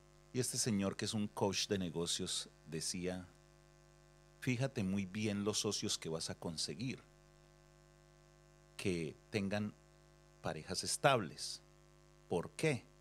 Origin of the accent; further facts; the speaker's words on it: Cartago, Valle del Cauca, Colombia; él era de mi tierra, de Cartago Valle, Colombia